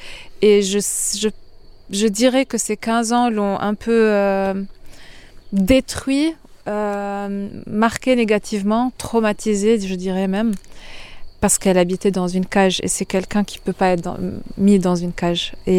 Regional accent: Lebanon; moved away as an adult; now in France; Maintenant j'ai quitté moi mon pays, j'habite en France, et j'ai de la chance de pouvoir appeler ma mère tous les jours et mes parents et de visiter le Liban assez souvent.

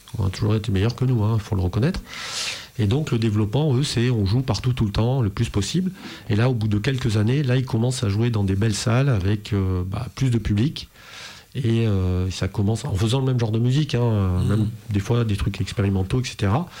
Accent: France; je suis français

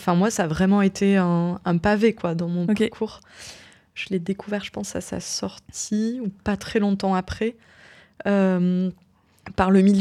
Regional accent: South-West France, France; moved away; à la base, je viens du Sud-Ouest.

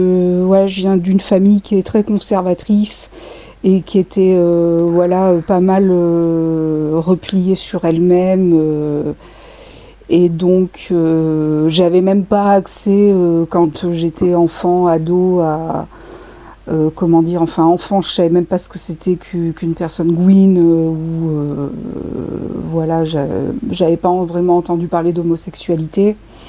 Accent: Clermont-Ferrand, Auvergne-Rhône-Alpes, France; born there; moved away as an adult; Je suis née à Clermont-Ferrand. J'ai quitté Clermont dès ma majorité, mais je suis revenue vivre à Clermont fin 2011.

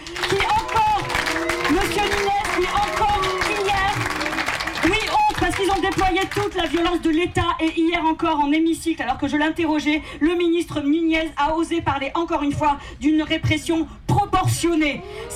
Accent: Toulouse, Occitanie, France; Par chez moi, on dit beaucoup « nos macadam », je viens de Toulouse

